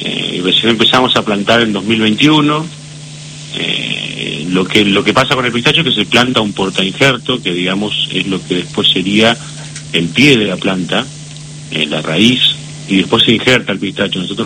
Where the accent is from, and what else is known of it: La Pampa, Argentina